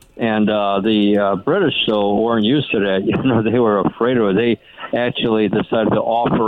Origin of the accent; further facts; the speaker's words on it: New York City, New York, United States; moved away; I grew up in Brooklyn as a kid.